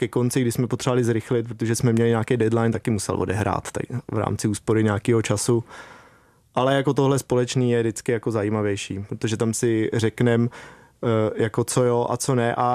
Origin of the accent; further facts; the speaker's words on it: Lysá nad Labem, Central Bohemian Region, Czechia; My využíváme vlastně toho, že jsme oba z Lysí nad Labem, což je malý město